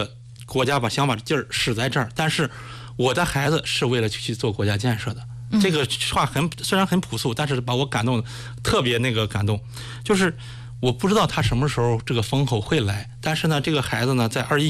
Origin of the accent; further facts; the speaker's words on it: Shijiazhuang, Hebei, China; 咱们石家庄人的通病嘛